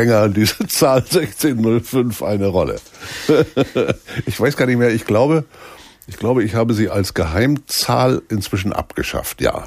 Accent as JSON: {"language": "German", "town": "Delmenhorst", "region": "Lower Saxony", "country": "Germany", "tie": "born or raised there", "said": "es gab bei uns zu Hause in Delmenhorst, in der Schönemoorstraße 101, beim Tischlereibetrieb Karl Reinke, kein Radio."}